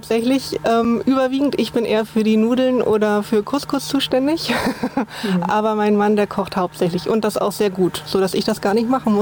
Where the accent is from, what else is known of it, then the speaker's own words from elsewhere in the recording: Göttingen, Lower Saxony, Germany; now in Germerode, Germany; Also ich bin in Göttingen geboren und aufgewachsen und bin dann vor ungefähr 8-9 Jahren hier nach Germerode gezogen